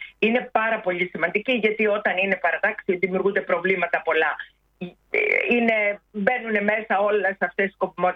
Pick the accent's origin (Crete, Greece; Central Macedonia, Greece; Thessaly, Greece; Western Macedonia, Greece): Crete, Greece; Garipa; με γνωρίζει ο κόσμος, είμαι η πρόεδρος της Παγκριτίου, είμαι από το Ηράκλειο της Κρήτης, από κάποιο συγκεκριμένο χωριό το που λέγεται Γαρίπα.